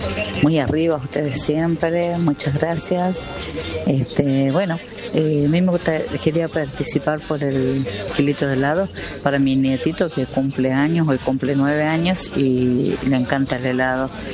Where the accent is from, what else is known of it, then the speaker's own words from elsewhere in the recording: Avellaneda, Buenos Aires Province, Argentina; soy de Avellaneda.